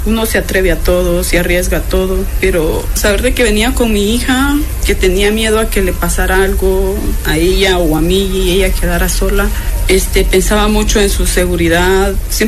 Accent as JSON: {"language": "Spanish", "town": "Tegucigalpa", "region": "Francisco Morazán", "country": "Honduras", "moved": "as an adult", "lives_now": "Mexico", "said": "Vengo de Tegucigalpa, Honduras. Mis motivos para migrar de mi país fueron varios."}